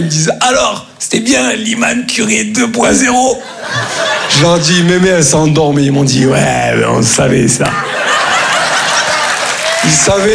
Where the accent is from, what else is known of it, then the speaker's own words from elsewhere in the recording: Grand Est, France; Comme on dit chez nous, en Lorraine.